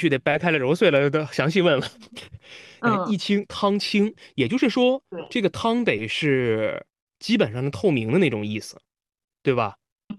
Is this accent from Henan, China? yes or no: no; Shanxi, China; 这真的是这个是我，因为我是山西人，我也爱吃面